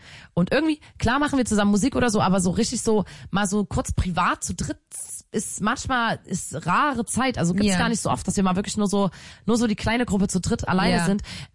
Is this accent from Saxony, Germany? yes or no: yes; Chemnitz, Saxony, Germany; wir kommen aus Chemnitz.